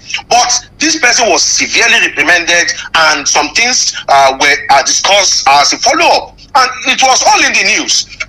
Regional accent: Nigeria; We are all Nigerian

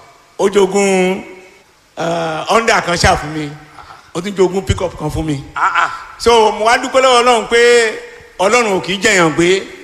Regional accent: Ijebu Ode, Ogun, Nigeria; Mo wá láti Ìjẹ̀bú òde.

